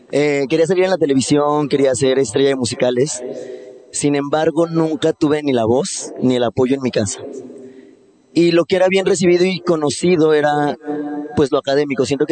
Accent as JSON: {"language": "Spanish", "town": "Morelia", "region": "Michoacán", "country": "Mexico", "said": "Yo soy de Morelia."}